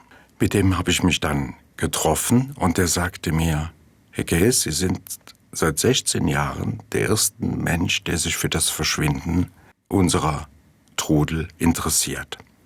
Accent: Mayen, Rhineland-Palatinate, Germany; born there; Mayen, Eifel, meine Geburtsstadt.

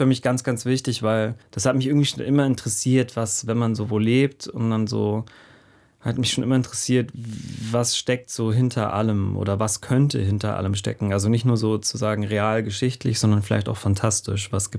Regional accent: Bavaria, Germany; Zwischen München und Garmisch-Partenkirchen. Genau, also ziemlich genau dazwischen

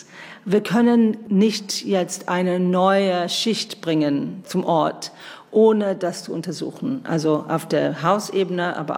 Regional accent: United Kingdom; German is a second language; now in Berlin, Germany; Ich komme aus Großbritannien

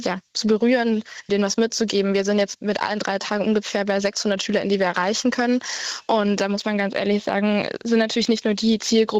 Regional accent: Saxony, Germany; Das kenne ich aus meinem Heimatbundesland Sachsen sehr gut.

